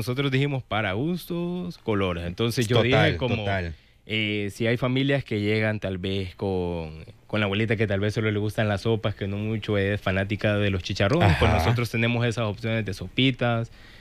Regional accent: El Salvador; somos salvadoreños

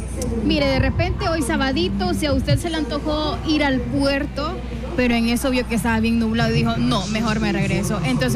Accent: El Salvador; nosotros como salvadoreños

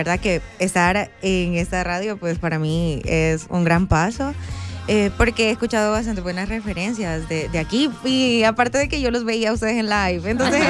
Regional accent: Lourdes, La Libertad, El Salvador; yo soy de Lourdes.

